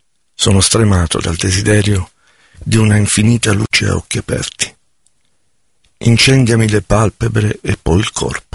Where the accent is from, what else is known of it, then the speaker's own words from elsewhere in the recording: Abruzzo, Italy; Io sono abruzzese e amo i sapori semplici e autentici.